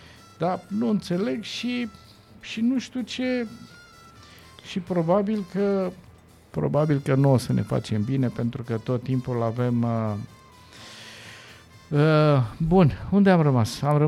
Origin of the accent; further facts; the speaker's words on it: Constanța, Constanța County, Romania; born there; e zona pietonală a Constanței. Acolo m-am născut, pe lângă Hanul Balcan